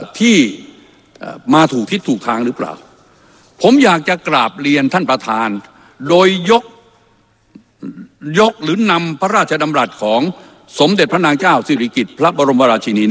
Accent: Rayong, Thailand; ผมเป็นคนจังหวัดระยอง

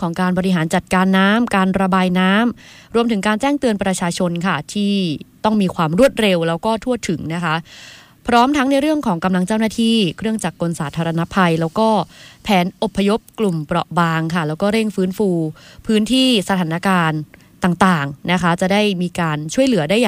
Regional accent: Central Thailand, Thailand; ในฐานะคนภาคกลาง

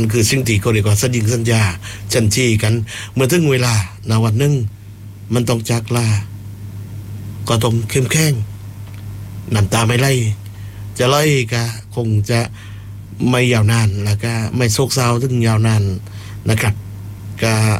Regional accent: Phuket, Thailand; ไปภูเก็ตบ้านเรา

